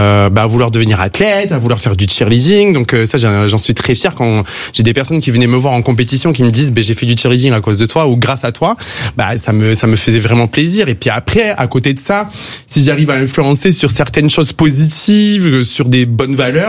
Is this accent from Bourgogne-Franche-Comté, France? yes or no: no; Lourdes, Occitanie, France; moi je viens de Lourdes, donc pas grand chose à faire.